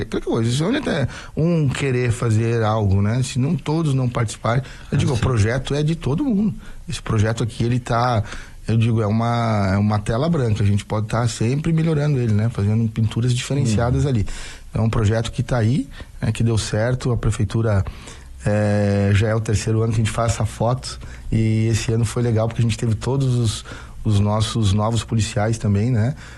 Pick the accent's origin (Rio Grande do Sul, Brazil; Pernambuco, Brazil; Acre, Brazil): Rio Grande do Sul, Brazil; moved away as an adult; now in Joaçaba, Brazil; em 2011, cheguei nos rincões aqui de Joaçaba e Ervaldo Oeste, né? Eu sou gaúcho, eu vim para perto do Rio Grande do Sul